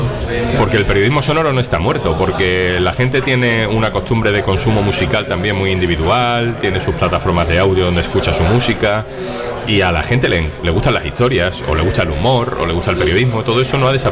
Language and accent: Spanish; Valencina de la Concepción, Andalusia, Spain; yo empecé en la radio de mi pueblo, en Valencina, en Radio Cama también. Y desde entonces, con 14, 15, 16, 17 años